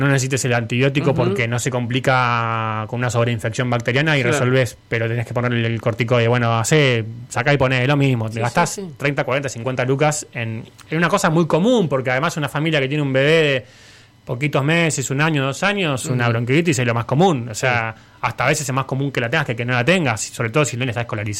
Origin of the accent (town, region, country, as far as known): Argentina